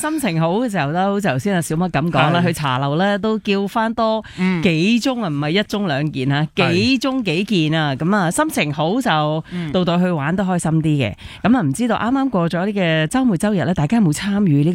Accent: Hong Kong

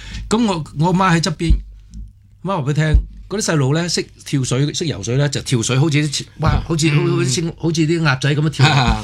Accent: Cheung Chau, Islands, Hong Kong; 跟住我咧就搬咗去長洲住。其實我長洲住咗個係啊，嗰個童年喺長洲住。長洲嗰段時間咧，我係印象好深嘅，因為嗰陣時咧係周街走。

